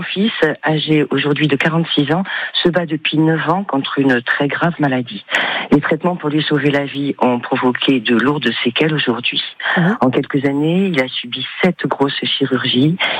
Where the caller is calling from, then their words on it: Calvi, Corsica, France; j'appelle de Calvi.